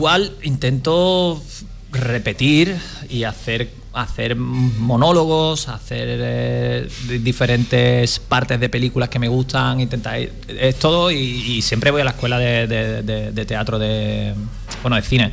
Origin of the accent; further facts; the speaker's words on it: Cádiz, Andalusia, Spain; Y le dije que soy de Cádiz.